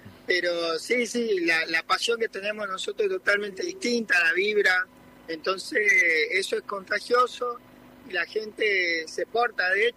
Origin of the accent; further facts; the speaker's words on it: San Salvador de Jujuy, Jujuy, Argentina; now in Atlanta, United States; yo me crié en San Pedrito, o sea, somos barrios colindantes